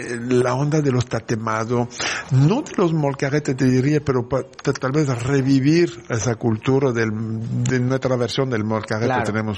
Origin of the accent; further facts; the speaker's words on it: Provence-Alpes-Côte d'Azur, France; Spanish is a second language; now in Mexico; Yo soy del sur de Francia, de la Costa Azul.